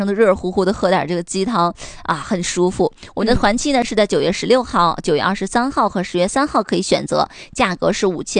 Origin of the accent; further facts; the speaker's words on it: Northeast China, China; 我们东北人真的对于孩子结婚这件事可能比新人本身还要更紧张。